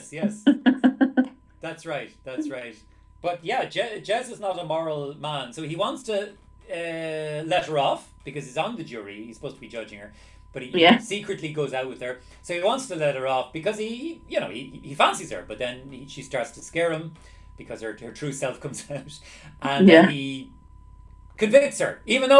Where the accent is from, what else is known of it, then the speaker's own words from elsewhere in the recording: Dublin, Leinster, Ireland; now in Lublin, Poland; I nearly said I'm in Dublin. I'm in Lublin. In Poland, but I'm from Dublin. I've never lived in the UK.